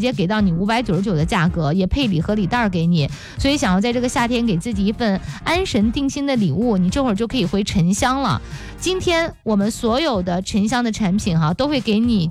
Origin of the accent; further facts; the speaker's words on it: China; 那么我们中国人对一个人最美好的祝愿就是平安了，对吧？